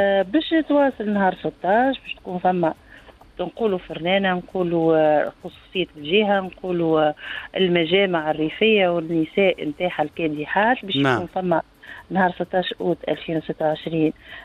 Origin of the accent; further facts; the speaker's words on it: Tunisia; أنا كامرأة تونسية وأيضا أنا عيد ميلادي فعلا معناها اليوم.